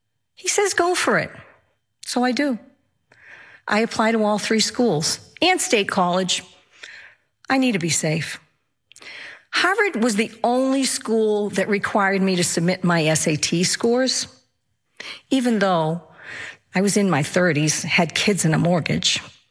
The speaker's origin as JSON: {"language": "English", "country": "Ireland", "said": "I'm Irish. I've always been a storyteller."}